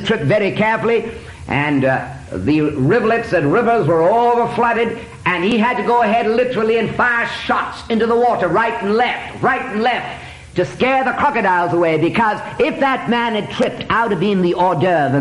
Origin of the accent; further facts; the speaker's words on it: Angola; also born or lived in Zambia; I was born in Africa, in a little place called Sakaji Hill, away up there in Northern Rhodesia, as it was then, now Zambia. You say, Didn't you come from Angola? Yes, I lived for 17 years of my life in Angola as a missionary kid.